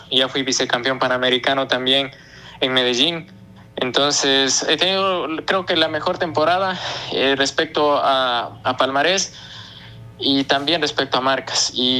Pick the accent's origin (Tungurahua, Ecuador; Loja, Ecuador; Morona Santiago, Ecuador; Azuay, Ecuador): Tungurahua, Ecuador; Ambato; Bueno, yo soy de la ciudad de Ambato y practico ya este deporte cerca de 10 años.